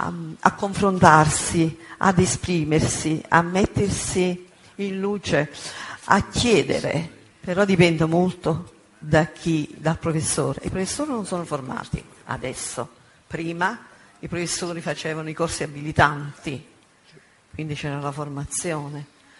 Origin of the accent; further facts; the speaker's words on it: Basilicata, Italy; born there; moved away as an adult; now in Naples, Italy; poiché sono di Napoli, sto a Napoli, anche se sono nata in Lucania, però sono andata all'università a Napoli e sono rimasta a Napoli